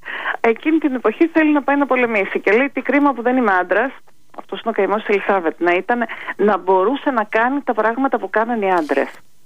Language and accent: Greek; Ionian Islands, Greece; Οι Επτανήσοι γενικά δεν έχουμε πολύ μοιραστεί τις ιστορίες μας με τους υπόλοιπους Έλληνες.